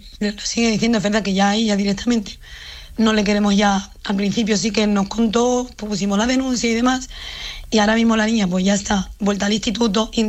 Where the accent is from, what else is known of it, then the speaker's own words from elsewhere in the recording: Ceuta, Spain; Los vecinos de Ceuta, como están acostumbrados a esto, sí que es verdad que no lo saben perfectamente. Somos iguales. Esta tierra nos duele a todos los ceutíes.